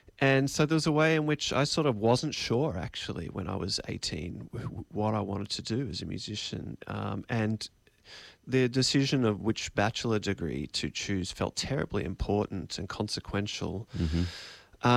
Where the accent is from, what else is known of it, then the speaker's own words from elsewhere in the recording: Geelong, Victoria, Australia; back in my hometown.